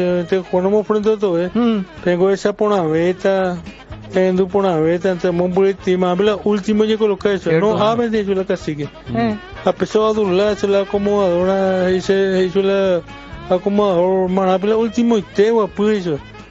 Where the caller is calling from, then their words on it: Asunción, Paraguay; mi terminación 794 y soy de Sajonia.